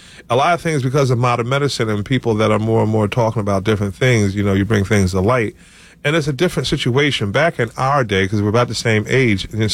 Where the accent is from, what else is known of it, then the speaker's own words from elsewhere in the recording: Philadelphia, Pennsylvania, United States; I grew up in West Philly, so I had to catch the 52, the L, and the subway to get to school.